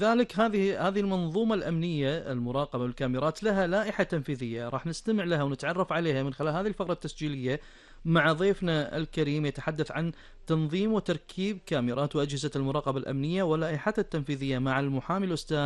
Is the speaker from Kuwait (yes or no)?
yes; Kuwait